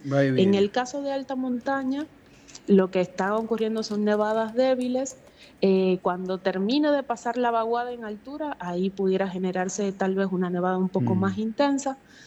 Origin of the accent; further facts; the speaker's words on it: Cuba; now in Mendoza, Argentina; Mañana les traigo otra sorpresa y de mi pueblo.